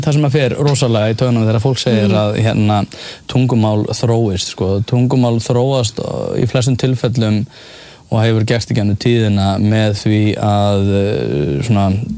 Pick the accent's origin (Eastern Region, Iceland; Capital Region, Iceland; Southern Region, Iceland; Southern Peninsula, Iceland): Capital Region, Iceland; Reykjavík; ég elst upp í Vesturbænum á samt fjölskyldu